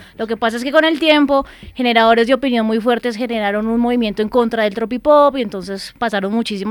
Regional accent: Bogotá, Colombia; moved away

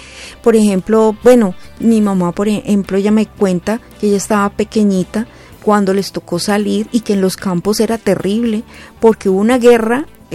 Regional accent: Colombia; Como colombianos, yo creo, somos más las personas buenas que las malas.

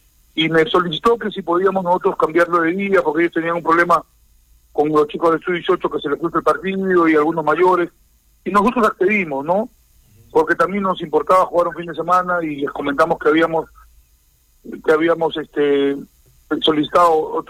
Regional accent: Tacna, Peru; Yo como tacneño y persona que amo mi tierra

